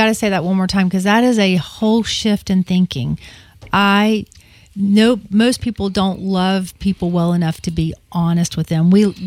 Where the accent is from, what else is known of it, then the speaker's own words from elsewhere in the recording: Southern United States, United States; I grew up in the South.